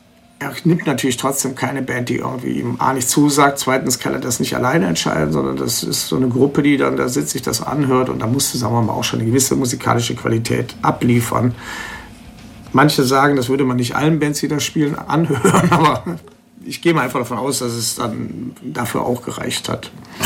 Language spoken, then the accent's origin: German; Düsseldorf, North Rhine-Westphalia, Germany; Als Düsseldorfer sitze ich ja nur in meiner Quelle.